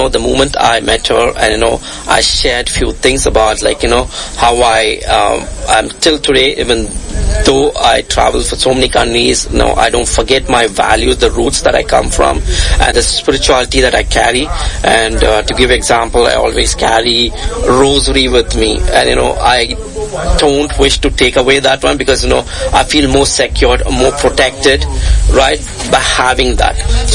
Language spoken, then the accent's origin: English; India; moved away as an adult; also born or lived in Australia; now in Canada; I was born and raised in India. Right, then, you know, moved out of the country in 2006 for my higher studies to Australia. Lived there for 5 years and then moved to Canada in 2012